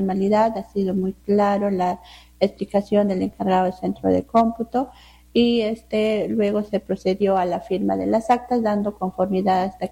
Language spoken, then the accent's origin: Spanish; Peru; a participar de ese deber cívico como peruanos que debemos ejercer.